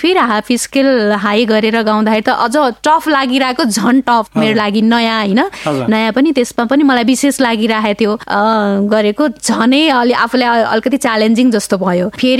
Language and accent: Nepali; Devdaha, Lumbini Province, Nepal; moved away as an adult; also born or lived in Butwal; now in Kathmandu, Nepal; मेरो जन्म चाहिँ देवदह रूपन्देहीमा भयो, बाल्य अवस्था पनि त्यहीँ बित्यो, मेरो पढाइ प्लस टू लेभलसम्म त्यहीँ भयो। त्यस पश्चात चाहिँ म पढाइकै लागि मेरो दिदीहरू यतै हुनुहुन्थ्यो काठमाडौँमै, यतै पढौँ भनेर यतै आइयो।